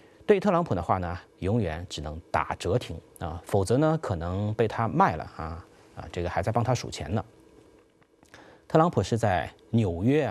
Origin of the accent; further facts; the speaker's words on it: China; 我们中国人说呢，听话听音儿啊